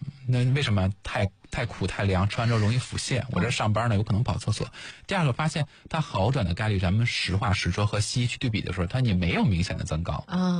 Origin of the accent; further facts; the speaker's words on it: China; 我觉得作为中国人啊，有可能就是有时候看视频的时候说，随着我们年龄增加，我们的底蕴那个就开始苏醒了。